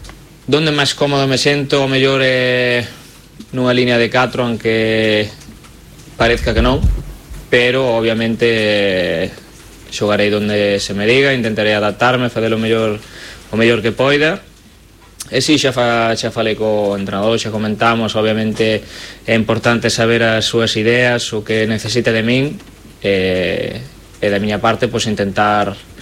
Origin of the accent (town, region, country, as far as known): A Coruña, Galicia, Spain